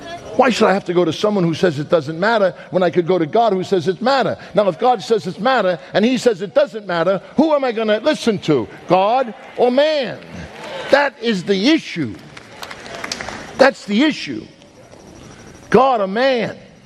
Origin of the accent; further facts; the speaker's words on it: New York, United States; I have to pray two prayers for the New York Giants. I'm a New Yorker.